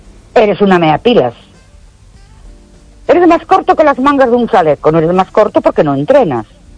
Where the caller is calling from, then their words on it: Ourense, Galicia, Spain; Buenas noches … de Orense.